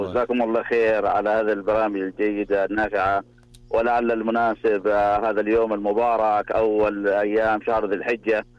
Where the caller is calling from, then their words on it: Al-Zubaydah, Jazan Province, Saudi Arabia; لا أنا من جازان محافظة أبو عريش قرية الزبيدة